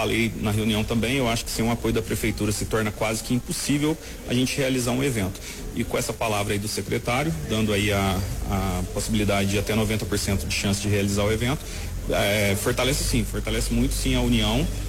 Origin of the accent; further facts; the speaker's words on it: Três Corações, Minas Gerais, Brazil; sou daqui de Três Corações, tá?